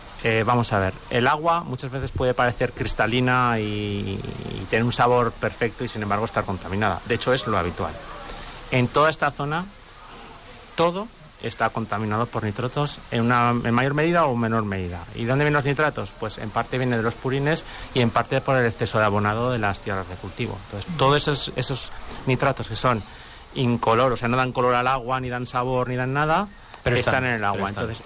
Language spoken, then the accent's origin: Spanish; Torremocha de Jiloca, Aragon, Spain; yo soy de Torremocha de Jiroca